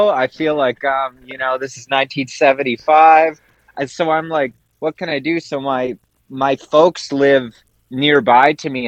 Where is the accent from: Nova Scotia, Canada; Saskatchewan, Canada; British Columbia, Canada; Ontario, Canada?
British Columbia, Canada; Vancouver Island; moved away as an adult; I hail from Vancouver Island, and like many, I was seeking out larger, greener pastures, and the big city seemed to have more to offer. So I went to Vancouver